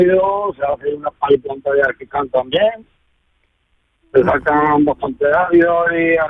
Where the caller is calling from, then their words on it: Villalba del Alcor, Andalusia, Spain; Yo soy de Villalba del Alcor